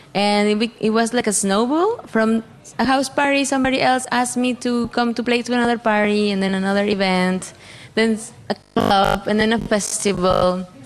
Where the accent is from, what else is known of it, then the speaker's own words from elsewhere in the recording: Saltillo, Coahuila, Mexico; I'm from Saltillo, Mexico. Saltillo is a city in the north of Mexico, very close to the U.S.